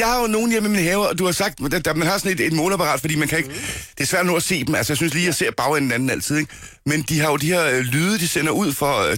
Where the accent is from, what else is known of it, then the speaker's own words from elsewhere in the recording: Frederiksberg, Capital Region of Denmark, Denmark; moved away; jeg voksede op på Frederiksberg